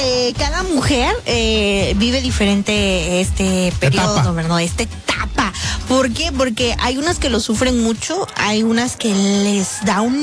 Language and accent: Spanish; Capulálpam, Oaxaca, Mexico; En el pueblo también pasaba y te he contado que tenemos una tiendita así de chiquita ahí en Capulalpan.